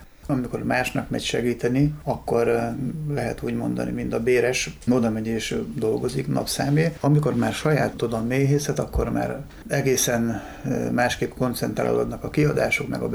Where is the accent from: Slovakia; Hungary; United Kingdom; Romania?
Hungary; Ősagárd, Nógrád; Ősagárdon egy kis faluban, délnográdi kis falu, szíven evangélikus faluban nőttem fel